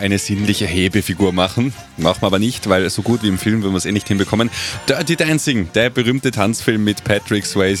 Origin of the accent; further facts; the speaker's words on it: Austria; Bei uns in Österreich war es dann am 8. Oktober soweit.